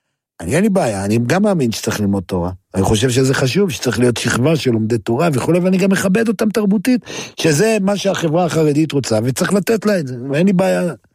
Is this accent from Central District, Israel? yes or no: no; Safed, Northern District, Israel